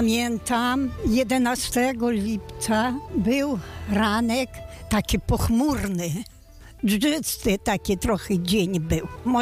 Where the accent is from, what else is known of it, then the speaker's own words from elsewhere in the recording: Warszawka, Volyn Oblast, Ukraine; now in Poland; Pochodzę z Wołynia, wieś Warszawka, powiat Gorochów.